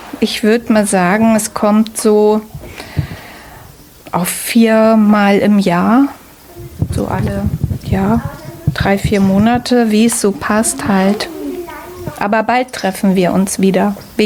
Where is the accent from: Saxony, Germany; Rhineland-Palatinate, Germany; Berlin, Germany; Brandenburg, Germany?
Brandenburg, Germany; Herzberg an der Elster; Also, wir kommen alle aus Herzberg an der Elster. Das liegt im Land Brandenburg. Dort sind wir auch alle zur Schule gegangen und in den Kindergarten.